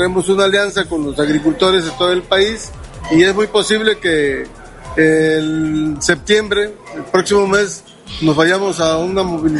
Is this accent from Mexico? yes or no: yes; Mexico